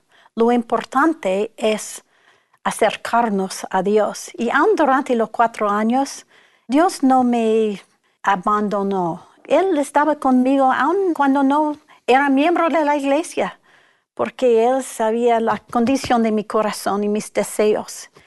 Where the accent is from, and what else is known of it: Salt Lake City, Utah, United States; born there